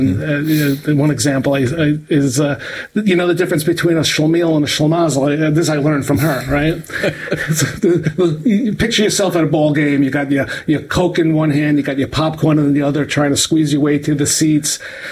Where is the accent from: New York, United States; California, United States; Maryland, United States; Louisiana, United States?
New York, United States; Brooklyn; My neighborhood, by the way, where I grew up in Brooklyn, I grew up in a neighborhood that was 99% Jewish, right?